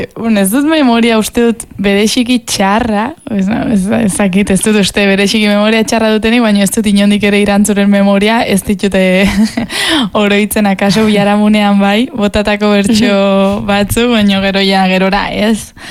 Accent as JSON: {"language": "Basque", "town": "Bera", "region": "Navarre", "country": "Spain"}